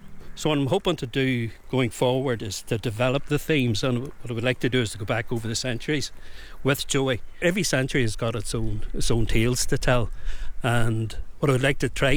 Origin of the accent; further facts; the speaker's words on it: Benburb, Northern Ireland, United Kingdom; growing up in Benburb